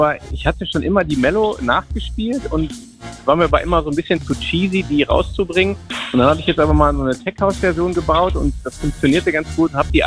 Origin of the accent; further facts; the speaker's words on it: North Rhine-Westphalia, Germany; Am Wochenende bin ich mal wieder in meiner Heimat im Ruhrgebiet.